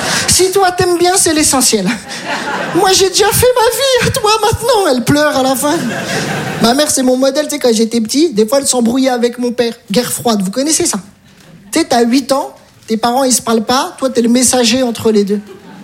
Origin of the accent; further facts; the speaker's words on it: Metz, Grand Est, France; Je viens de Metz, j'ai tout abandonné.